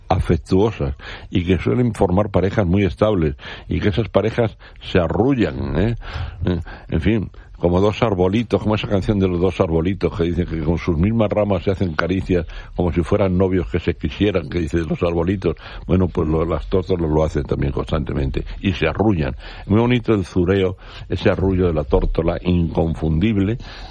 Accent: Spain; Si no he salido de mi pueblo más que dos veces.

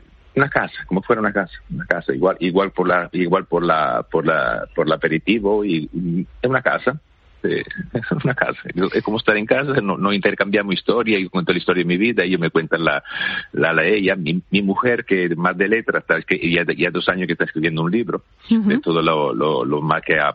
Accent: Italy; Spanish is a second language

